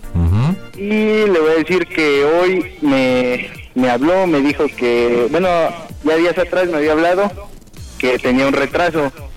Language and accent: Spanish; Hidalgo, Mexico; Yo hace como un mes y medio fui para allá. Yo soy de Hidalgo, fui para allá.